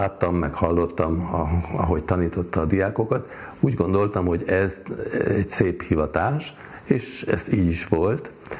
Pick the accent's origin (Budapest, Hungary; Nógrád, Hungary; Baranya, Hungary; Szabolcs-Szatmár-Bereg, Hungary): Budapest, Hungary; born there